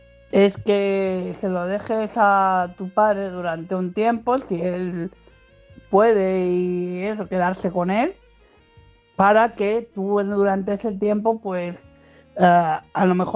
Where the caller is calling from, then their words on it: Madrid, Community of Madrid, Spain; de Madrid.